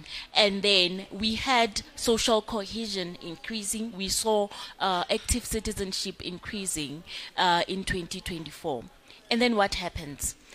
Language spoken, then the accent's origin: English; South Africa; And if I'm disappointed, then I'm going to have a very low ranking of myself as a South African.